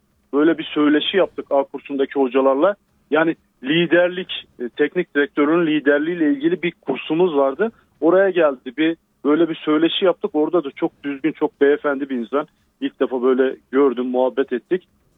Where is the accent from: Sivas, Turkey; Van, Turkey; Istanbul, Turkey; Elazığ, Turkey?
Van, Turkey; born or raised there